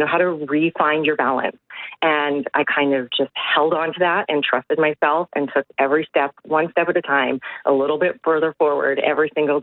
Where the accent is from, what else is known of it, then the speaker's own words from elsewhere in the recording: Winnipeg, Manitoba, Canada; I am a Canadian dance judge, and I am a super proud Winnipegger.